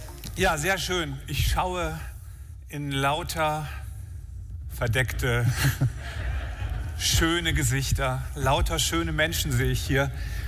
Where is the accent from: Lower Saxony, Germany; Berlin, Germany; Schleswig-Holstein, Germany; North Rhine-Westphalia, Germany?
Schleswig-Holstein, Germany; Tönning; Ich komme ja aus Tönning, das ist für mich hier alles noch Heimspiel.